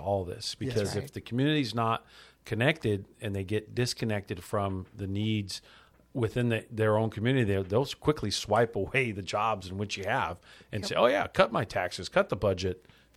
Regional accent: Fontana, California, United States; So I grew up in Fontana.

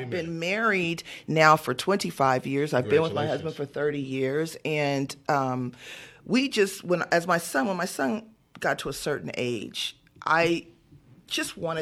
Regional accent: West Covina, California, United States; I have lived in West Covina. But the bulk of my childhood was in West Covina. And then I moved from West Covina to La Puente. And I graduated from La Puente High School.

